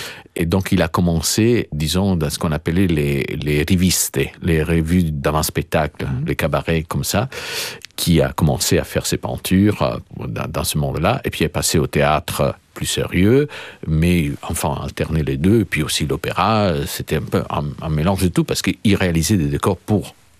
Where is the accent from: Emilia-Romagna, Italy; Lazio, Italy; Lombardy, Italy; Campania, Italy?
Lazio, Italy; Rome; Mais moi, quand on me demande d'où je viens, je dis « je suis romain ». Avant de dire « je suis italien ».